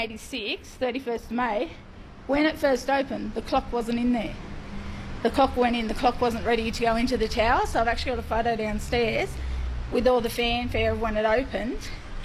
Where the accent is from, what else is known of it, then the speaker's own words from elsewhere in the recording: Manilla, New South Wales, Australia; now in Tamworth, Australia; I grew up in Manila